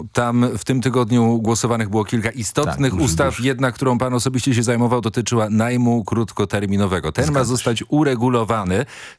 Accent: Kraków, Lesser Poland, Poland; Ja jestem z Krakowa.

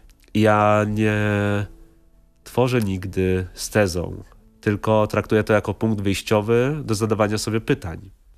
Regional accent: Australia; first language English; Polish is a second language; Potem dopiero angielski, no bo ze względu na to, że się wychowałem w Australii, no to myślę po angielsku.

